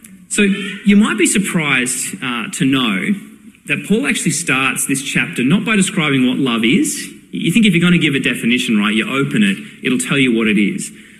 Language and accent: English; Brisbane, Queensland, Australia; Brisbane, my hometown